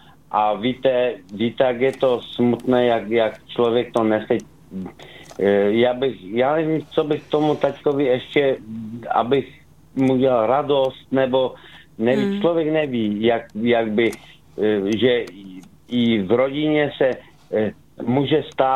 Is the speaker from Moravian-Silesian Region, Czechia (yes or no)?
yes; Skotnice, Moravian-Silesian Region, Czechia; Že jsem ze Skotnice